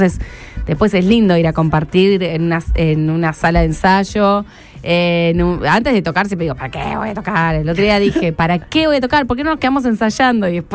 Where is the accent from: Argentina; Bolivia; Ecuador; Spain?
Argentina; born or raised there; moved away as an adult; now in Buenos Aires, Argentina